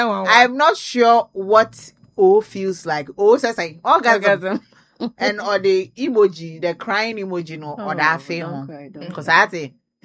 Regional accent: Ashaiman, Greater Accra, Ghana; from Ashiama.

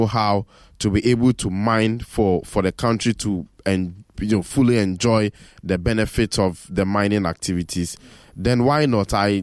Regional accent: Ghana

